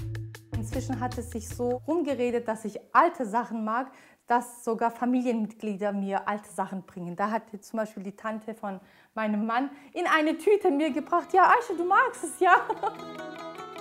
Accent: Germany; wir sind Deutsche, die Migrationshintergrund haben.

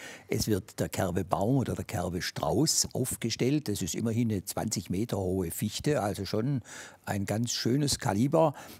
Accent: Rottweil, Baden-Württemberg, Germany; als gebürtiger Rottweiler

